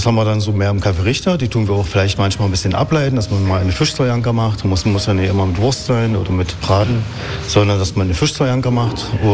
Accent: Brandenburg, Germany; also born or lived in Bavaria; now in Saxony, Germany; Ich bin Brandenburger und Sachsen zu Hause.

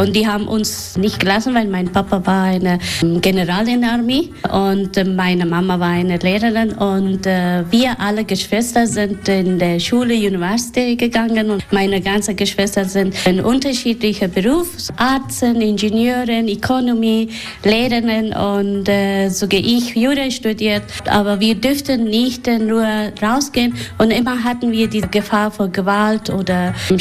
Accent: Kabul, Afghanistan; German is a second language; moved away as an adult; also born or lived in Turkey; now in Germany; ich komme aus Kabul

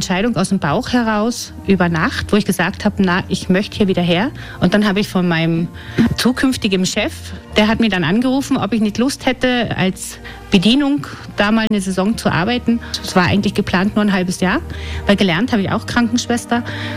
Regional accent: Krumlau, Saxony, Germany; now in Lechtal, Austria; Ja, eigentlich aus Krumlau. Und da ist gerade so die Grenze Brandenburg-Sachsen. Bin immer wieder gerne in meiner alten Heimat, aber im Lechtal fühle ich mich natürlich auch zu Hause.

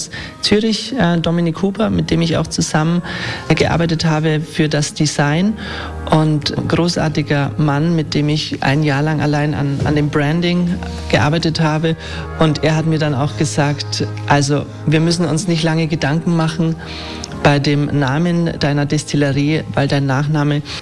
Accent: Augsburg, Bavaria, Germany; now in Staufen, Germany; Ich komme ursprünglich aus Augsburg und habe damals den Wunsch gehabt, mich mehr mit Weinbau zu beschäftigen.

